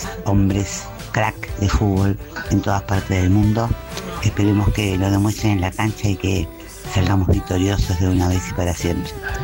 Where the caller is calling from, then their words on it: Montevideo, Uruguay; de La Teja.